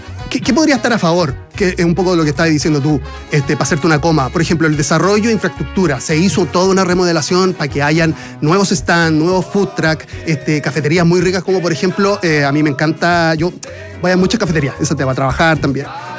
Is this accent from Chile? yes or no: yes; Chile; Somos sangucheros los chilenos